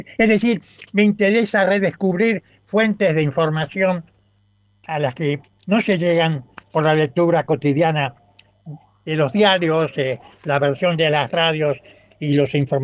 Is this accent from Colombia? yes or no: no; Rosario, Santa Fe, Argentina; now in Buenos Aires, Argentina; mi ciudad natal